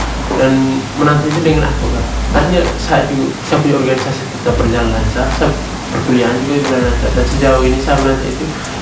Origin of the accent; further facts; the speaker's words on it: Indonesia; Jadi kami orang Indonesia